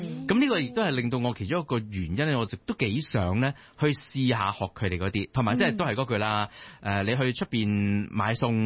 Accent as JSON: {"language": "Cantonese", "country": "Singapore", "tie": "born or raised there", "said": "我以前细个喺新加坡嗰度咧，其实我都系讲新加坡嘅福建话多啲嘅。"}